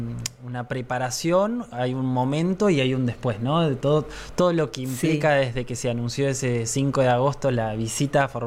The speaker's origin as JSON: {"language": "Spanish", "country": "Argentina", "said": "ese compromiso como argentinos, como hermanos"}